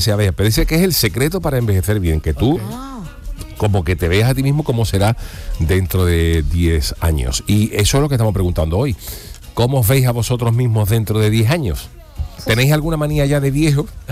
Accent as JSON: {"language": "Spanish", "town": "Cádiz", "region": "Andalusia", "country": "Spain", "tie": "born there", "also_born_or_lived": "Seville", "said": "he vivido toda la vida he sido beduino de vivir, digamos, yo he vivido toda mi vida fuera del casco antiguo, pero he nacido dentro"}